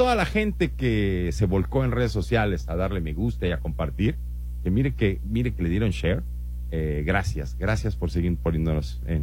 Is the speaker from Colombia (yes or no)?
no; Mexico; para llevarle a todos ustedes parte de lo que nos hace sentir orgullosos como mexicanos.